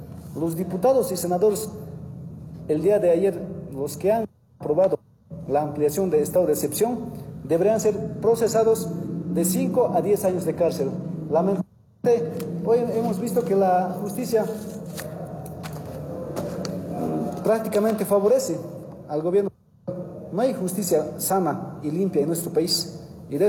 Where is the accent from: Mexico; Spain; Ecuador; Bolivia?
Bolivia; si soy un boliviano, si quiero a mi país